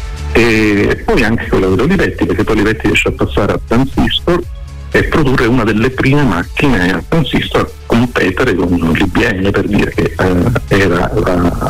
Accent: Calabria, Italy; now in Tuscany, Italy; Io non sono toscano, sono calabrese, sono toscano di adozione

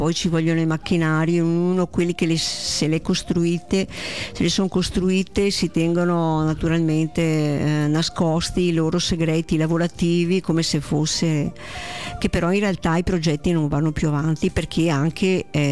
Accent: Monticello Conte Otto, Veneto, Italy; Io sono di Monticello Conte 8

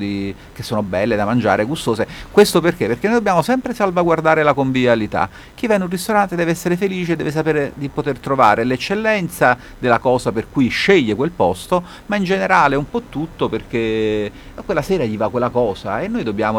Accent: Campania, Italy; E parliamoci chiaramente, noi siamo napoletani, siamo abituati a mangiare bene

